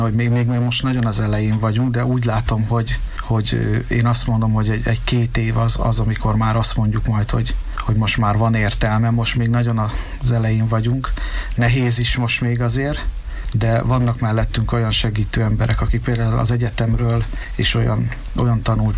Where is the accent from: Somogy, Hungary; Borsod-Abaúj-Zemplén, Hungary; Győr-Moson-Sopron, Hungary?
Borsod-Abaúj-Zemplén, Hungary; Miskolc; én az Avason nőttem fel, aztán már most 12 éve vagyunk együtt a feleségemmel, és akkor így ő általa kerültem én oda le erre a környékre.